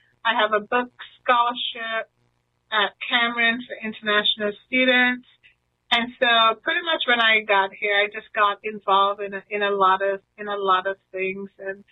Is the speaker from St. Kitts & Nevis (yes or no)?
yes; St. Kitts & Nevis; moved away as an adult; also born or lived in St. Thomas, U.S. Virgin Islands; now in Lawton, United States; I'm from the Federation of St. Kitts and Nevis, two small islands in the Caribbean.